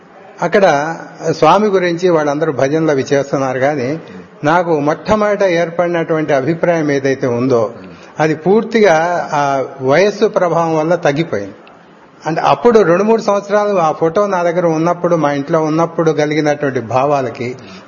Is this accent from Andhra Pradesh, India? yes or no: no; Khammam, Telangana, India